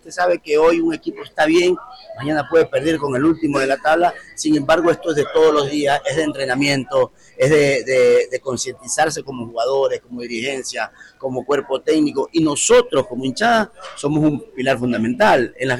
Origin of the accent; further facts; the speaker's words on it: Manta, Manabí, Ecuador; yo soy de Manta, yo soy hincha del fin